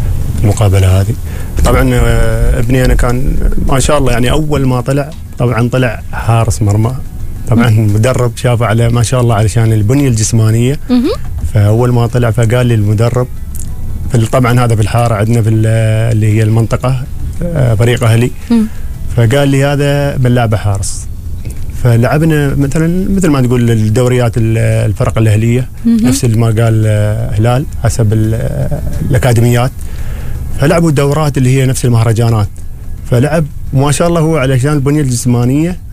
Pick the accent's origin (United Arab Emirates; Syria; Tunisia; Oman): Oman; عندنا في عمان